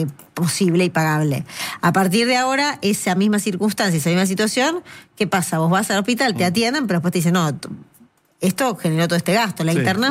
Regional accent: Argentina

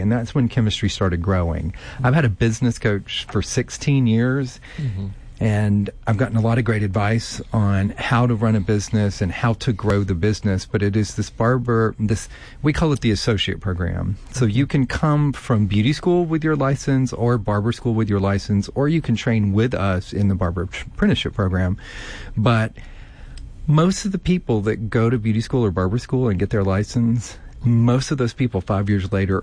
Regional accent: Sibley, Louisiana, United States; I am from Sibley, Louisiana.

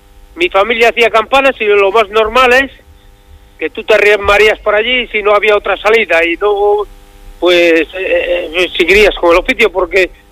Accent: Cantabria, Spain; yo soy de aquí, de Covadonga

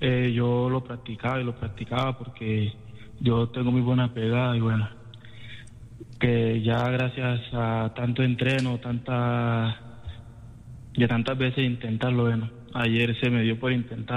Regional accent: Apartadó, Antioquia, Colombia; Yo soy de Apartado, Antioquia.

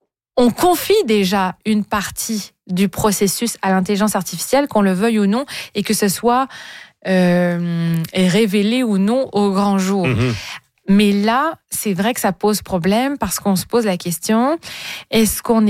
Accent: Canada

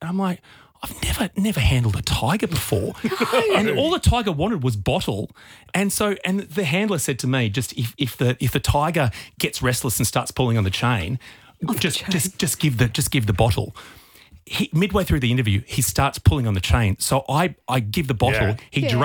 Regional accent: Australia; So I'm thinking, okay, they know I'm Aussie.

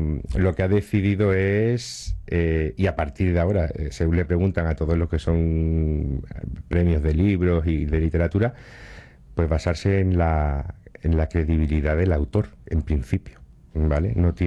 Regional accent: Ronda, Andalusia, Spain; si somos de aquí de Ronda

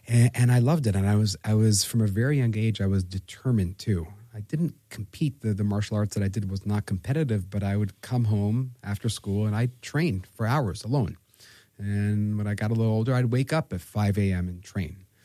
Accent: Jerusalem, Jerusalem District, Israel; And I trained with with a grand master of my style where I grew up with in Jerusalem

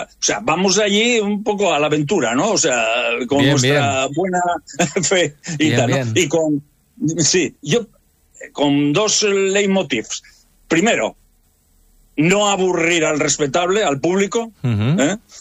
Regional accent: Gijón, Asturias, Spain; Yo nací, me crié en Gijón

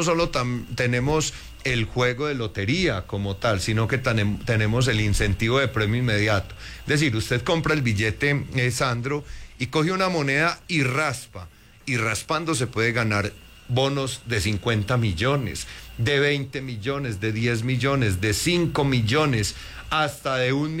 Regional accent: El Carmen de Viboral, Antioquia, Colombia; yo soy del municipio del Carmen de Viboral, de una familia campesina

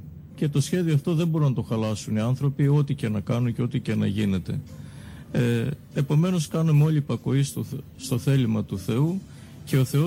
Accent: Heraklion, Crete, Greece; moved away as an adult; now in Australia; γεννήθηκα και μεγάλωσα στο Ηράκλειο της Κρήτης, από μια φτωχή οικογένεια και άσημη οικογένεια.

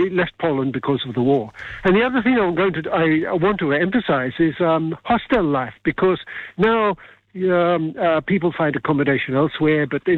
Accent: Canberra, Australian Capital Territory, Australia; the same with regard to growing up in Canberra. On the one hand, we had less crime, it was less congested, things were accessible, it was a very peaceful place then.

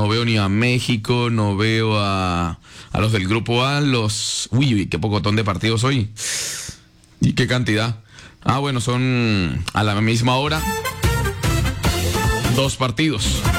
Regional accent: Llanos, Colombia; Llanero, sí, soy llanero.

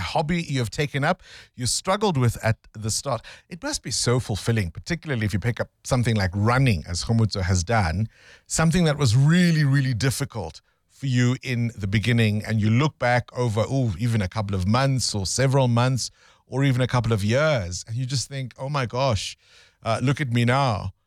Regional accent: South Africa; And I was saying one of the things I think as a South African, when you are in another country

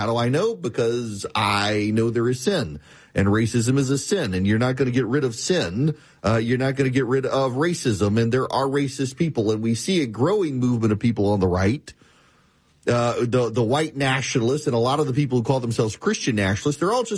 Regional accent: Dubai, United Arab Emirates; so I grew up in Dubai. I didn't grow up in the country. When I was five, we moved overseas.

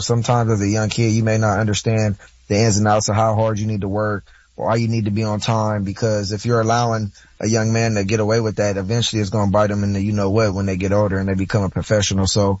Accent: California, United States; USC was right there in my backyard. I grew up in the Crenshaw district and, that was literally in my backyard.

